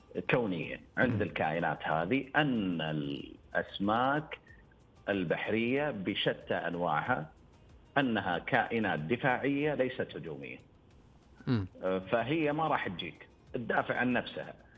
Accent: Saudi Arabia

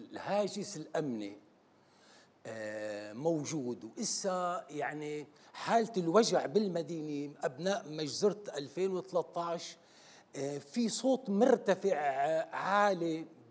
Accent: Syria; أنا ما عندي تعريف إلا كسوري أبدي كهذا التعريف

